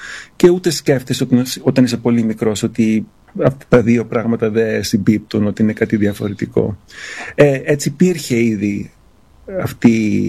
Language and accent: Greek; Greece; Greek is a second language; Το δεύτερο είναι ότι μεγάλωσα στην Ελλάδα. Φτάσαμε εδώ όταν ήμουν 3 χρονών μέχρι τα 11 και μετά πάλι 3 χρόνια όταν ήμουν 15 χρονών.